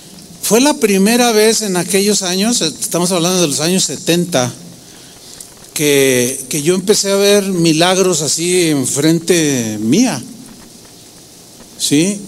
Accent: San Luis Potosí, Mexico; born there; moved away; fui a San Luis Potosí, donde yo nací

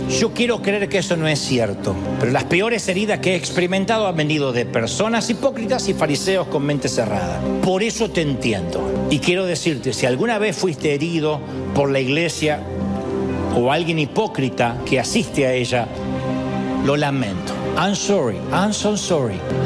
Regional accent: Argentina; Número uno, soy argentino.

